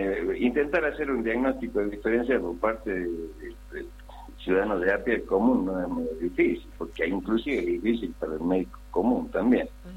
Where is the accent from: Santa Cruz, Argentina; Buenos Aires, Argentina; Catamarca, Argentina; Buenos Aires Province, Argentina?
Catamarca, Argentina; born there; Los que somos nacidos en Catamarca